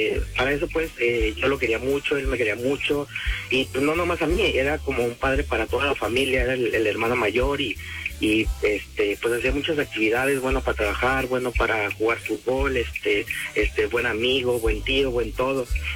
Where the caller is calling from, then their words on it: Tonalá, Jalisco, Mexico; De aquí de Tonalá.